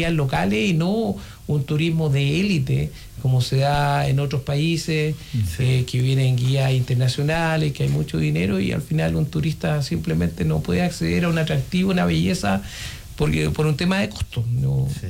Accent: Santiago, Santiago Metropolitan, Chile; Yo la verdad que vengo de Santiago, un turista más si se quiere, un afuerino, sí.

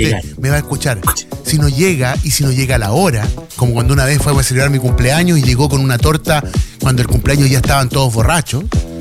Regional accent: Chile; Como chileno, me encanta.

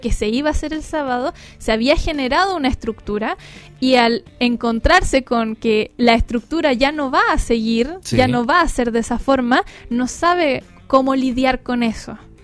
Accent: Chile; como somos los chilenos

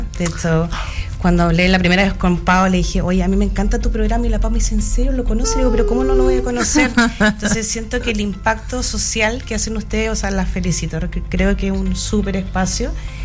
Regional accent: Los Ángeles, Biobío, Chile; born there; also born or lived in Santiago, Chile; Mira, yo soy nací en Santiago, pero vivo en Los Ángeles desde sexto básico.

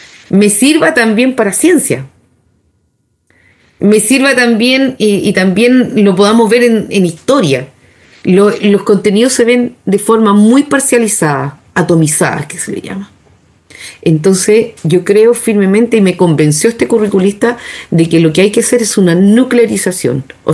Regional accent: Chile

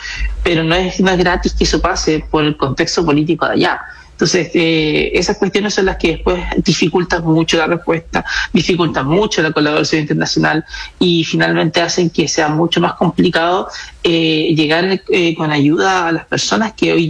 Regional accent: Chile; Yo creo que aquí se nos sale esta cuestión de que somos chilenos.

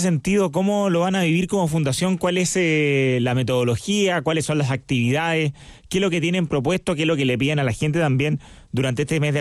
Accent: Chile

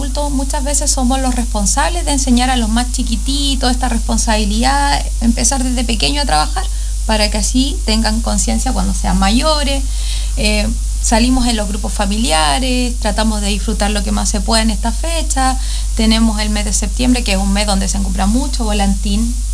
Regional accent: Curicó, Maule, Chile; moved away as an adult; also born or lived in Santiago; now in Coyhaique, Chile; Llegué hace muy poquito a la zona. Llegué en el mes de enero. Así que estamos acostumbrándonos a la Patagonia. Soy oriunda de Curicó. Así que ahí estuve 5 años trabajando por mi institución y me vine a trabajar a Coyhai.

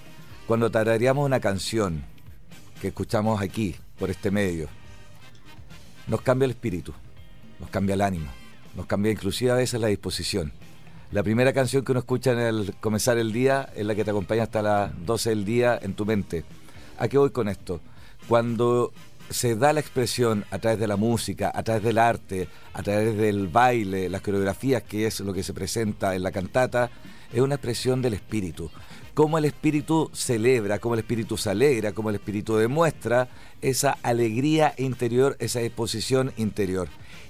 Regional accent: Linares, Maule, Chile; como linarenses no los conocemos

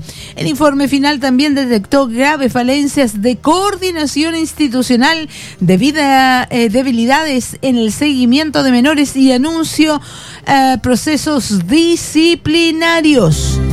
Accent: Chile

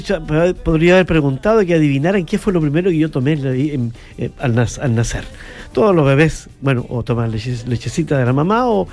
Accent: Chillán Viejo, Ñuble, Chile; born there; Nací en un lugar muy pequeño. Así que, bueno, yo soy más Chillán Vejano que cualquiera porque nací allá, en Chillán Viejo. Y, bueno, nací ahí en forma así. No me vacunaron cuando nací.

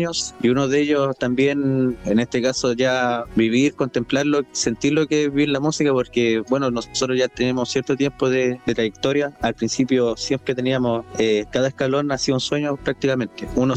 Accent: Quepe, Araucanía, Chile; Bueno, nosotros somos de Pueblo de Quepe, a 10 minutos en vehículo desde la ciudad de Temuco al sur, en la comuna de Fe.

